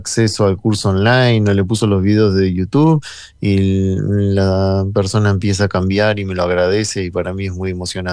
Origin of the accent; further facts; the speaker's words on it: Argentina; born there; moved away; nací ahí, hace muchos años no vivo en Argentina, pero me encanta ir, voy una o dos veces por año